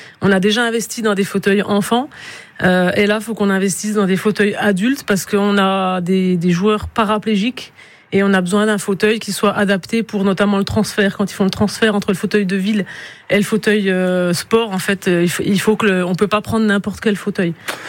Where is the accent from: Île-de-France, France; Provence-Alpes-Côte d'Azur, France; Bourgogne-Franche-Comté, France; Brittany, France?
Bourgogne-Franche-Comté, France; Sochaux; En plus, comme on est de Sochaux, on a l'occasion avec la commune d'avoir la Malse.